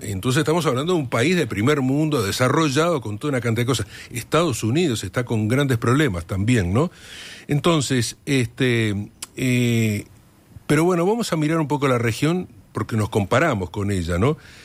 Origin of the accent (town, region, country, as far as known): Uruguay